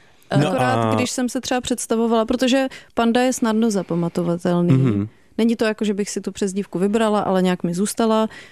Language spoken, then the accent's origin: Czech; Moravia, Czechia; Já jsem původně z Moravy, takže...